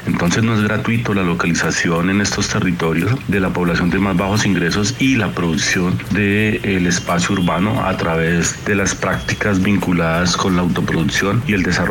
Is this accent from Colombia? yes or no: yes; Colombia